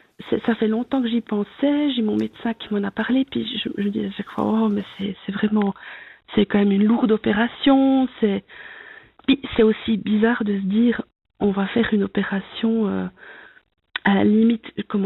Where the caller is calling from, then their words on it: Solothurn, Switzerland; Alors, moi, j'appelle du canton de Soleure.